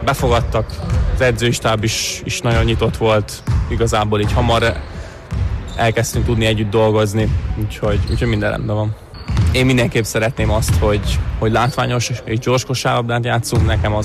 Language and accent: Hungarian; Pécs, Baranya, Hungary; now in Paks, Hungary; a szüleim vittek még annó a Mizó Pécs női kosárlabda csapatának meccseire, ott nőttem fel a pálya szélén